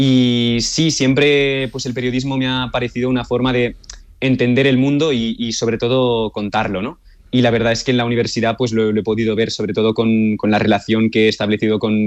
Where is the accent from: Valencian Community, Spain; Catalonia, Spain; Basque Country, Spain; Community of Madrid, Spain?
Catalonia, Spain; Olot; Yo nací en Olot, una pequeña ciudad del norte de España, y ya desde bien pequeñito, cuando tenía 7 años